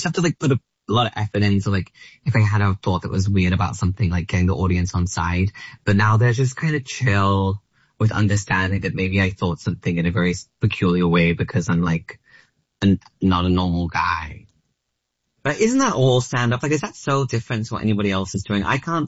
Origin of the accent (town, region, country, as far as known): Australia